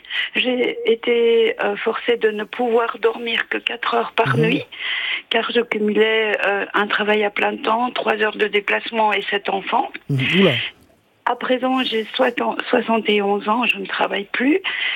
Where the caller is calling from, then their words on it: Revin, Grand Est, France; Revin, dans les Ardennes.